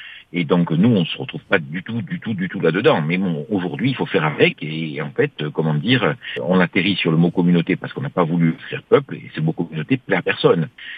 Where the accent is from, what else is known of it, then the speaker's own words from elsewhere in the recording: Sainte-Lucie-de-Porto-Vecchio, Corsica, France; chez moi, à Sainte-Lucie